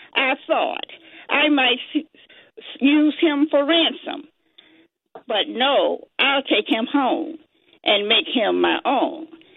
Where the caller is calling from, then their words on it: Silver Spring, Maryland, United States; from Silver Spring, Maryland.